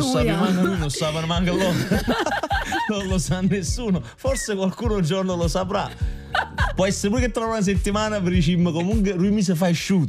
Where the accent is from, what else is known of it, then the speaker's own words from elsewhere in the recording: Giugliano in Campania, Campania, Italy; io sono di Giugliano in Campania